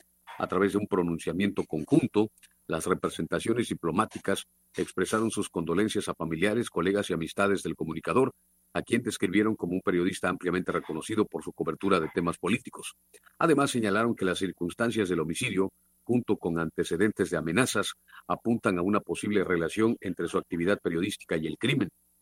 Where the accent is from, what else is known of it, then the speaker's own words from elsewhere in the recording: Oaxaca, Mexico; para nosotros como oaxaqueños